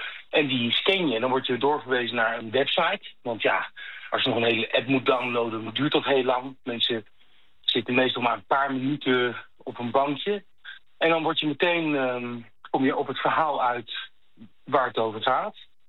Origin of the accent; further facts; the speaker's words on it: The Hague, South Holland, Netherlands; now in Voorburg, Netherlands; Ik ben opgegroeid in Den Haag en ik woon in Voorburg.